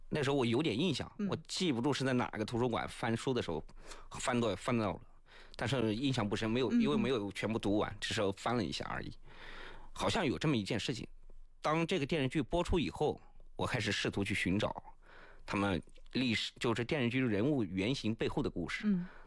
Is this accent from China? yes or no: yes; Anhui, China; moved away as an adult; now in Taiwan; 因为我的家乡呢，在我们属于大别山嘛，皖西，我又在远方，所以有一种思念家乡，站在祖国的宝岛眺望了家乡的远山的那种感觉，